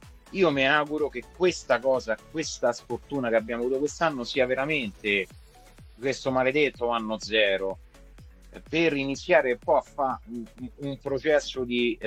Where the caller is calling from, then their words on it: Civitavecchia, Lazio, Italy; da Civita Vecchia